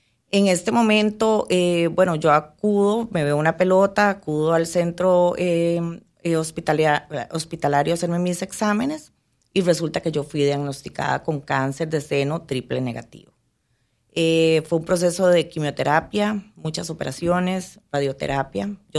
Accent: Costa Rica; now in Panama; Soy costarricense, pero vivo en Panamá. De hecho, amo Panamá

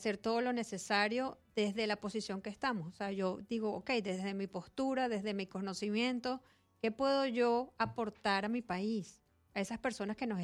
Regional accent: Venezuela; moved away; estoy como todos los venezolanos

